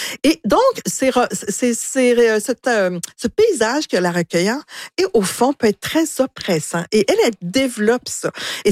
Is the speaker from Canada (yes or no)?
yes; Montreal, Quebec, Canada; now in Lac-Mégantic, Canada; Alors moi, je suis montréalaise.